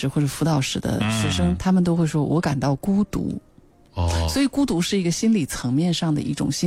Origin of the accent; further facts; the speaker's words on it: southern China, China; 尤其我是个南方人